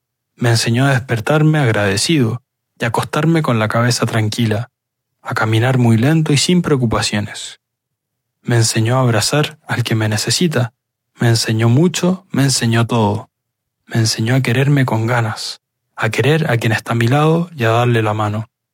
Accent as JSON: {"language": "Spanish", "country": "Chile", "moved": "yes", "said": "Esa alegría que en mi país se dice, entre comillas, guatita llena, corazón contento."}